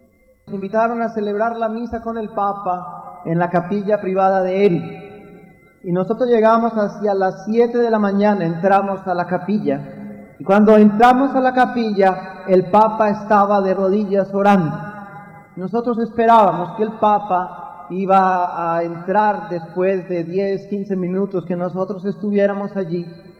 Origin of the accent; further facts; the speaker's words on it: Medellín, Antioquia, Colombia; now in Bogotá, Colombia; yo llegué a Italia a estudiar teología espiritual, me preguntaron en el aeropuerto cuando dije que era de Medellín, Colombia.